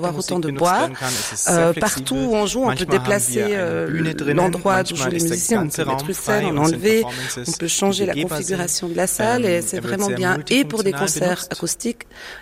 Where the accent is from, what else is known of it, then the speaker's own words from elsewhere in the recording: Romandy, Switzerland; Moi, je me sens très fort. Moi, en tant que romande, les Bâlois, tout de suite, ils préfèrent être avec nous, les romans